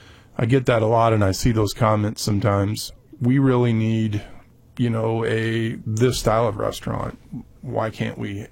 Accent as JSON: {"language": "English", "region": "Arizona", "country": "United States", "said": "because I'm from Arizona, you're there, you know."}